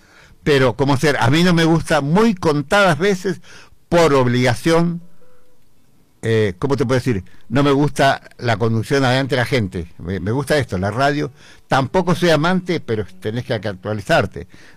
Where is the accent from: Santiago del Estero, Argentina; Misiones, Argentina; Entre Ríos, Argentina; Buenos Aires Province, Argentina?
Buenos Aires Province, Argentina; Balcarce; moved away; also born or lived in Mar del Plata; Mi infancia en Balcarce, yo nací en Balcarce, provincia de Buenos Aires. Esas zapatillas rotas, pantalón cosido, emparchado, así.